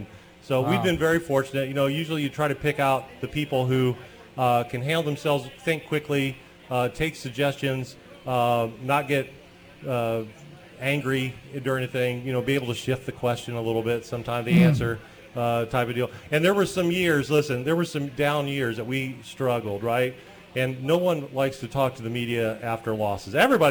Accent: Hammond, Illinois, United States; I grew up in Hammond, Illinois. Okay, so listen, it was not a very diverse school district.

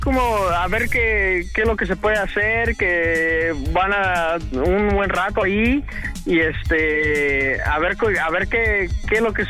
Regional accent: Iguala, Guerrero, Mexico; Ah, soy de Iguala, Guerrero. Son como 3 horas de ahí, de Acapulco, donde vive él.

